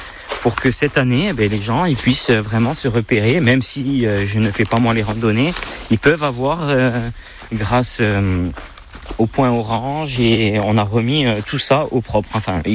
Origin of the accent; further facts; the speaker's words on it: Ocana, Corsica, France; Par mon père, donc je suis d'Ocana, donc du sud de la Corse, mais par ma mère, donc, et surtout ma grand-mère, donc on est de Scala.